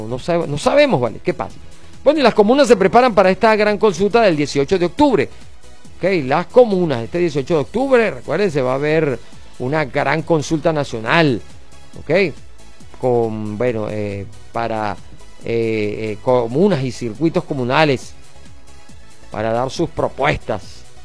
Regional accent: Venezuela; Mi pueblo, mi Venezuela.

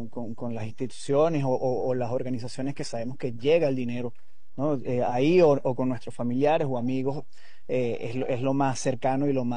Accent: Venezuela; now in Mexico

